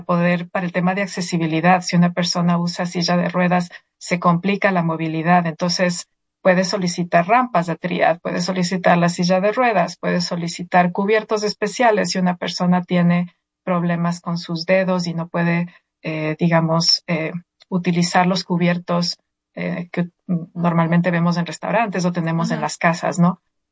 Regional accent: Ecuador; moved away as an adult; now in United States

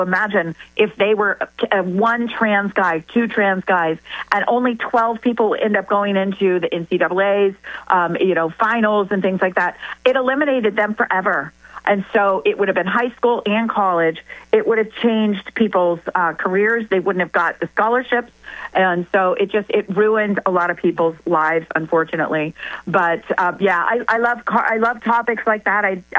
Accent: Winter Park, Florida, United States; I grew up in Winter Park.

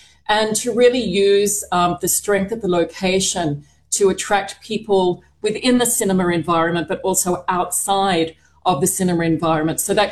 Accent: Australia; moved away as an adult; also born or lived in Singapore; I'm Australian, obviously. But I haven't lived there for a long time. I've spent probably more time in Singapore than I have as an adult in Australia.

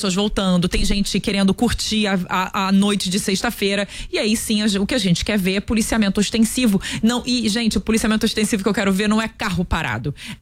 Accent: Rio de Janeiro, Brazil; Vou rápido pra minha região, Engenho Novo, zona norte do Rio de Janeiro. Porque eu sou moradora do Meier, mas sou nascida e criada no Engenho Novo.

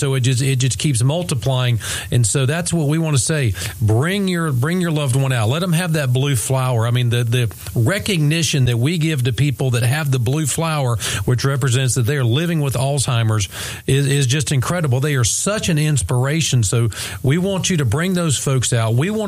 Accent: North Carolina, United States; I grew up in Robinson County

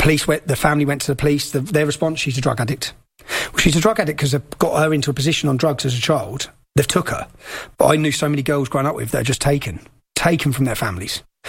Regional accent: Luton, East of England, United Kingdom; Luton's only got 200,000 population, and you're talking 100,000 Muslims. This has all come from my hometown.

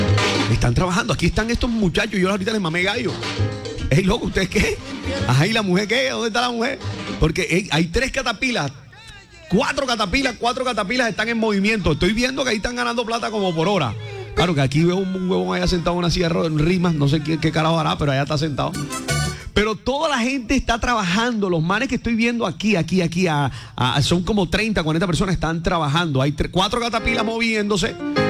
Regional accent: Barranquilla, Atlántico, Colombia; yo soy barranquillero ya. Api, yo hablo como en el bordillo.

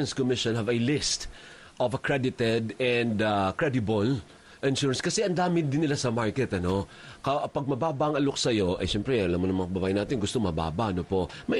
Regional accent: Western Visayas, Philippines; Sa Ilonggo, ganun ang term sa amin.

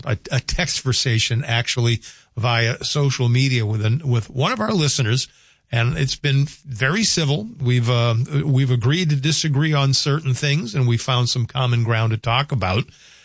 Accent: the South, United States; We do a lot of family dinners in Sunday growing up in the South.

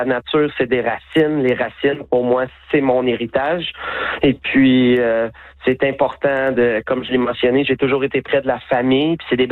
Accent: Gracefield, Quebec, Canada; Je suis fier de dire que je viens de la vallée de la Gatineau, plus précisément de Gracefield, puis je veux que plusieurs autres générations soient fières de venir de la vallée de la Gatineau.

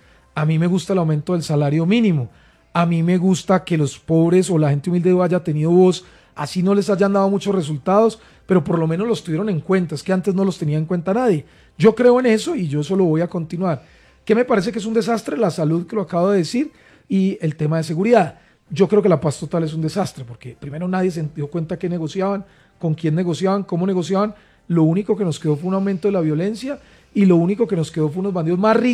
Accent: Colombia

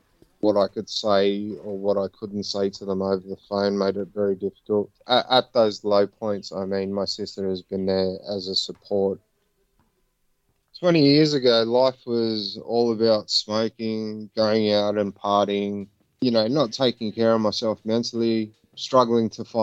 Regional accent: Sydney, New South Wales, Australia; I was born in Sydney, Australia. Yeah, the inner west of Sydney is where I'm born and raised, and have a lot of strong connections with the people and the community. It's been my home for the last 41 years.

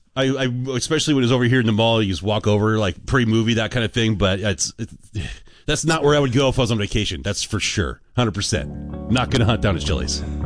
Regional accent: Portland, Oregon, United States; now in Eugene, United States; I'm originally from Portland.

